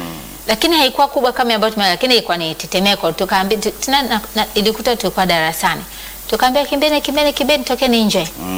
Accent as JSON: {"language": "Swahili", "country": "Tanzania", "also_born_or_lived": "Tanga", "said": "nimeishi tu na namba tu ya kujitambulisha, kumtambulisha kama Mtanzania kwa zaidi ya miaka 5."}